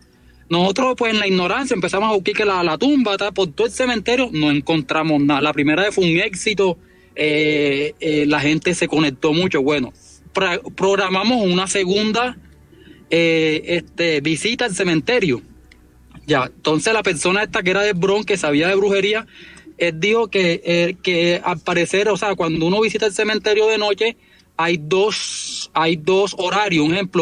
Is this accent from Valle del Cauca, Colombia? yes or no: no; Arjona, Bolívar, Colombia